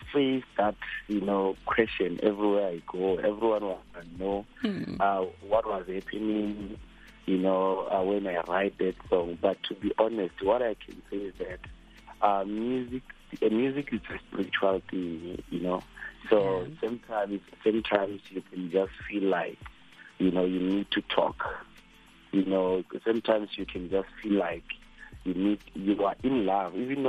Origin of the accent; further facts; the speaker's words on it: Venda, Limpopo, South Africa; But I come from a small village called Champawa, Kalam Kununde. So, I grew up there